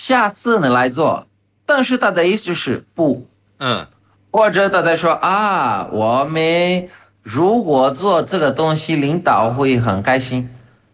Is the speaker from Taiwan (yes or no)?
no; Brazil; moved away; 我们巴西人是比较 热情，比较太多了，太热情了。